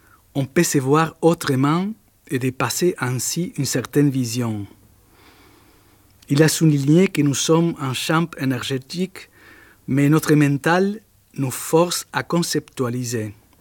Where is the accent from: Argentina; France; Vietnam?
Argentina; French is a second language; moved away; Bon, je suis venu de l'Argentine et je suis allé au Mexique. J'étais exilié dans l'année 1976.